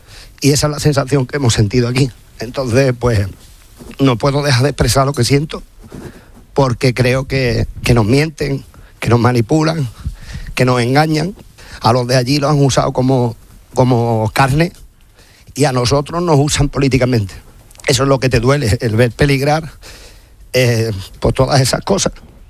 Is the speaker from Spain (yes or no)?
yes; Ceuta, Spain; born or raised there